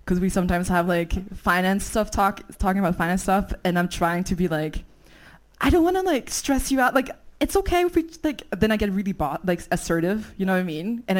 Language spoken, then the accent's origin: English; Vienna, Austria; I'm from Vienna. The ghost is also from Vienna.